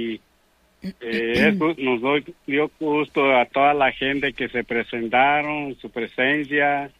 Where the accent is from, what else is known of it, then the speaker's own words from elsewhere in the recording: Oaxaca, Mexico; now in Madera, United States; una cultura muy tradicional de nuestro pueblo Oaxaca